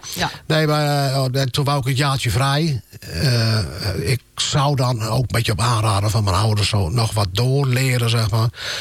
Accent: Winschoten, Groningen, Netherlands; moved away as an adult; En vanaf mijn, wat was het? 24ste geloof ik, ben ik naar Nieuweschans gegaan. En sinds die tijd ben ik uit Winschoten weg.

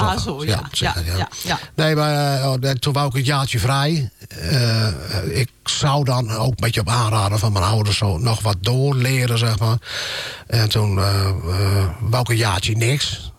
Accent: Winschoten, Groningen, Netherlands; now in Nieuweschans, Netherlands; En vanaf mijn, 24ste geloof ik, ben ik naar Nieuweschans gegaan. En sinds die tijd ben ik uit Winschoten weg.

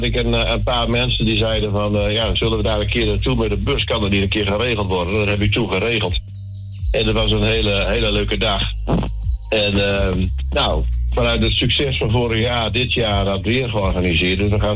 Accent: Middelstum, Groningen, Netherlands; Ja, ik kom van Middelstam, hoor, ik kom maar door.

